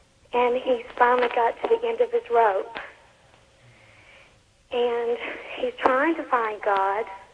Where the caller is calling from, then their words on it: Lake Charles, Louisiana, United States; Lake Charles.